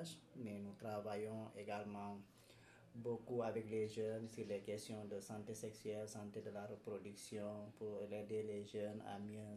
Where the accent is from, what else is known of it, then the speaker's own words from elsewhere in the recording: Senegal; Effectivement, je viens du Sénégal où je suis directeur de l'association BOC IACAR qui signifie Unité et Espoir.